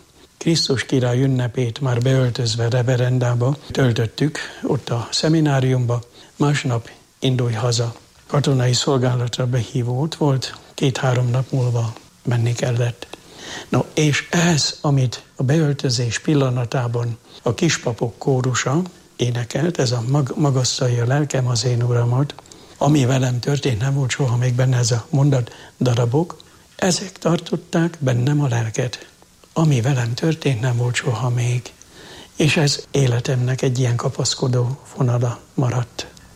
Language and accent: Hungarian; Jászárokszállás, Jász-Nagykun-Szolnok, Hungary; moved away; én tanyán nőttem föl. 18 éves koromig a jászság, jászárok szállás tanya világa.